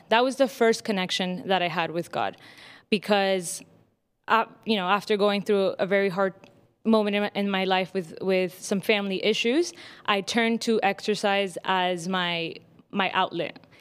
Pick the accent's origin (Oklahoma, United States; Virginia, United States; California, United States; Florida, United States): Florida, United States; Key Biscayne; also born or lived in Mexico; I am 24 years old. I was born in Mexico, but raised here in Miami, Florida, in Key Biscayne to be exact.